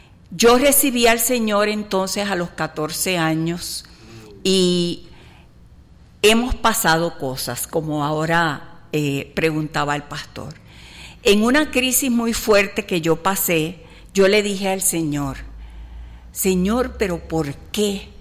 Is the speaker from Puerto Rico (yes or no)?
yes; Puerto Rico; moved away as an adult; now in Costa Rica; Los puertorriqueños somos estadounidenses también